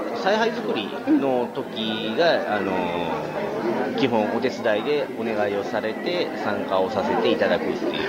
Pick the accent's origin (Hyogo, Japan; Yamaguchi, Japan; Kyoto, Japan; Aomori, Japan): Yamaguchi, Japan; moved away; 自分ももともと地元は山口県の方なんですけど、